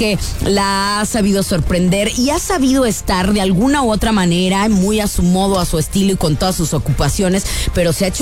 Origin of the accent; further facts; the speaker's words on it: Guadalajara, Jalisco, Mexico; moved away; ellas muchísimos años vivieron en Guadalajara, de donde somos originarias estas tapatías importadas.